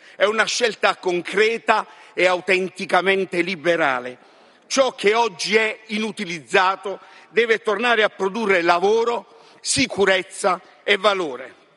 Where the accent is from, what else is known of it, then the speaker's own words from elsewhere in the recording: Apulia, Italy; vengo dalla Puglia